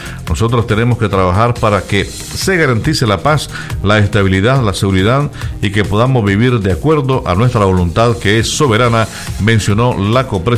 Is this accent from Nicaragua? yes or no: yes; Nicaragua